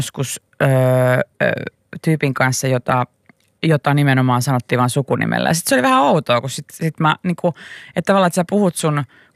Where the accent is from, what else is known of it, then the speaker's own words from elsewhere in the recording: Raahe, North Ostrobothnia, Finland; Olen harvinainen, olen raahelainen snowflake.